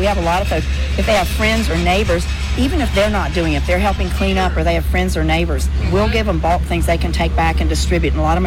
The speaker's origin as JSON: {"language": "English", "town": "Lewisburg", "region": "West Virginia", "country": "United States", "tie": "born or raised there", "said": "Lewisburg, West Virginia, and honestly, as much as I love the group, I hope to never see them in my hometown because that says there's a disaster."}